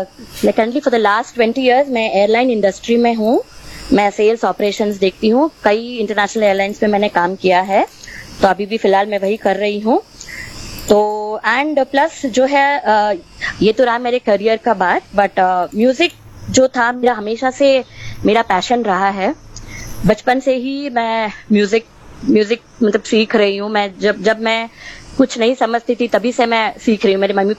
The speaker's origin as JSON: {"language": "Hindi", "region": "Tamil Nadu", "country": "India", "said": "मैं south Indian हूँ, तमिलनाडु से बिलोंग करती हूँ, तो मैंने एक्चुअली कर्नाटक क्लासिकल सीखा हुआ है।"}